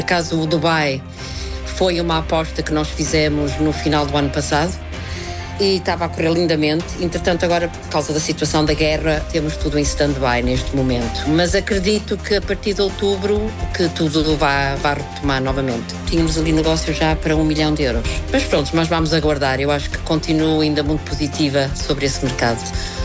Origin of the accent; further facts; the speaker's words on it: South Africa; now in Portugal; Eu sou sul-africana, portanto eu estou em Portugal há 32 anos, que adoro Portugal e considero Portugal a minha casa, não é?